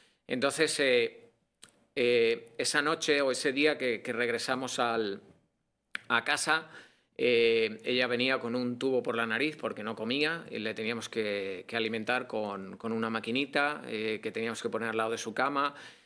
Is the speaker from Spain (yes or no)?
yes; Spain; Yo, bueno, yo soy de España, crecí en una familia muy católica.